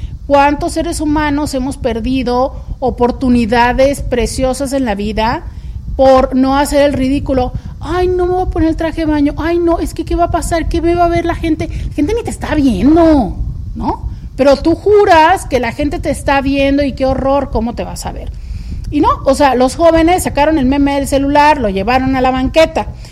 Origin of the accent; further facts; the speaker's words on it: Mexico; cómo somos los mexicanos